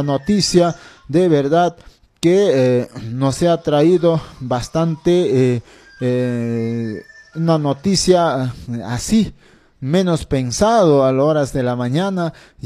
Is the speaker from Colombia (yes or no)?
no; Tambillo, Junín, Peru; now in Pichanaki, Peru; mi tierra natal, Tambillo y el distrito. No, es un anexo, y como también el distrito de Ricrán